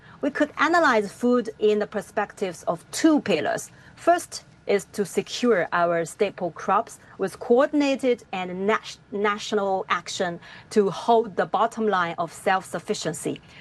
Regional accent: Zibo, Shandong, China; the harvesting teams from Zibo City of Shandong Province, where is my hometown

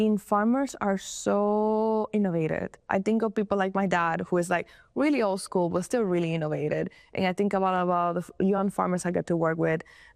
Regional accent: Dominican Republic; I like to say that my hometown in the Dominican Republic is the Iowa of the Dominican Republic.

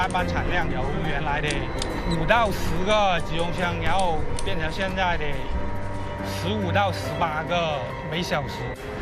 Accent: Guangxi, China; 孩子的话，我估计应该也是在我们家乡就是这边发展吧

